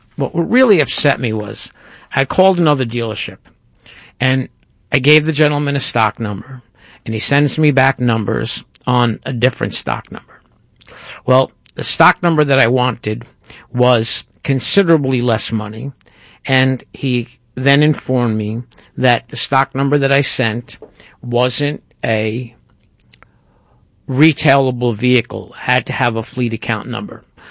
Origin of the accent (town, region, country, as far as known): New York, United States